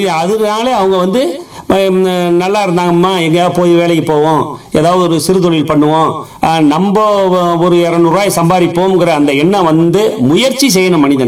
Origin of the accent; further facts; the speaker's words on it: Pamban, Tamil Nadu, India; நான் பிறந்தது வளர்ந்தது எல்லாமே ராமேஸ்வரம் தீவு தானே, என் பாட்டையும் பூட்டையும் முப்பாட்டையும் எல்லாமே ராமேஸ்வரத்துல தான், பாமன்ல தான் பிறந்தோம், ஒரே தெருல தான் பிறந்தோம், இடமும் ஒரே இடம் தான்.